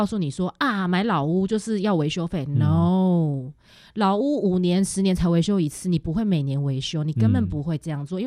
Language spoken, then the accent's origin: Chinese; United Kingdom; 房产的收入就跟一般我们英国人的收入是一样